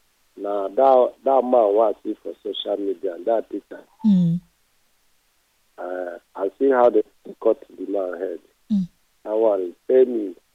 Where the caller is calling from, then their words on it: Ojo, Lagos, Nigeria; from Ojo.